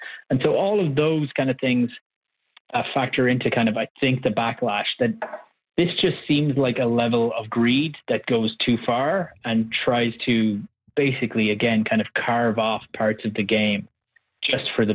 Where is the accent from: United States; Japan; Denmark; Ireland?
Ireland; as an Irishman joining the show